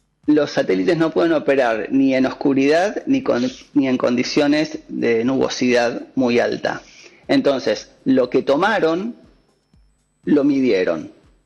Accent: San Carlos de Bariloche, Río Negro, Argentina; Yo soy de Bariloche

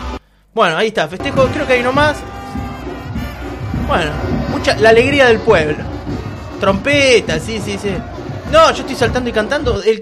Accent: Argentina; No, yo soy argentino.

